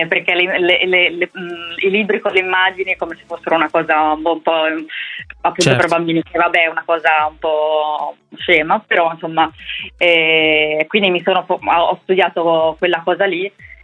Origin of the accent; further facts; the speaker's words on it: Rimini, Emilia-Romagna, Italy; Esatto, infatti sono molto contenta, io sono cresciuta a Rimini